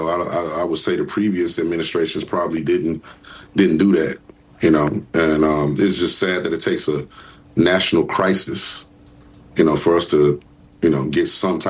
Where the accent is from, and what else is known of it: Gary, Indiana, United States; born or raised there